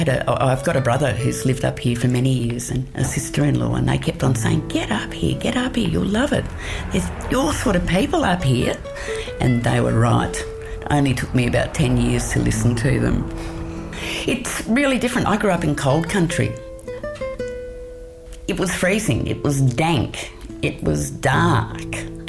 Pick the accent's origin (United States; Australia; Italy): Australia; Mount Gambier, South Australia; born there; now in Alice Springs, Australia; I was born in Mount Gambier. In fact … in Dismal Swamp. I moved to Alice about 13 years ago